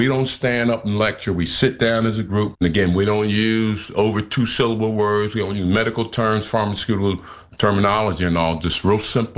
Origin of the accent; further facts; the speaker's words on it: Camden, New Jersey, United States